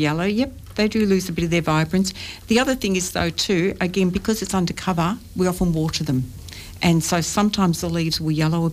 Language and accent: English; Mitcham, Australia; And, do you know, in the 1950s and 60s when I grew up in Mitcham and my parents bought land